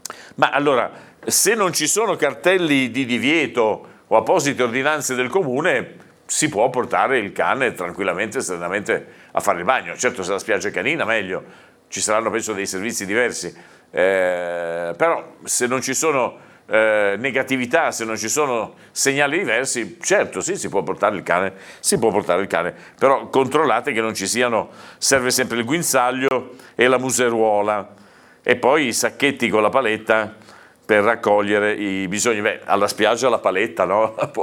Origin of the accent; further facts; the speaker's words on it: Genoa, Liguria, Italy; now in Sori, Italy; sono un genovese residente a Sori, questo è un 339